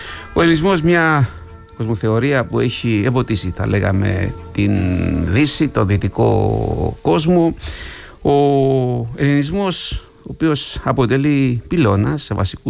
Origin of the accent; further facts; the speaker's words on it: Greece; Πρέπει να είμαστε περήφανοι που είμαστε Έλληνες, και βεβαίως και εμείς εδώ οι Ελλαδίτες είμαστε περήφανοι για την διασπορά μας.